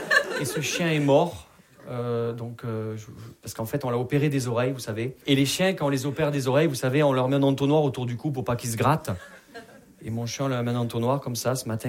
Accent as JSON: {"language": "French", "town": "Perpignan", "region": "Occitanie", "country": "France", "accent": "Perpignan", "said": "Vous l'entendez à mon accent, je viens pas de Paris. Je viens de Perpignan. Ouais. Alors je sais ce qu'on dit de Perpignan."}